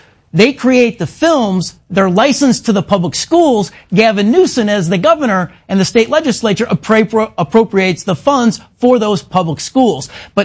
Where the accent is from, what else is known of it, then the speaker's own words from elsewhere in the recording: Illinois, United States; Laura, you know, I'm from Illinois. It is the Super Bowl of corruption.